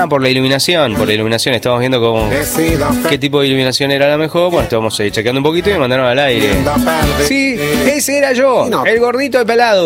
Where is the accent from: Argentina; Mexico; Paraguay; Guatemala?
Argentina; Jujuy; Soy de Jujuy, allá tenemos la Pachamama, tenemos la esa demostración de fe enorme, que es el Abra de Punta Corral. No sabés lo que es el carnaval.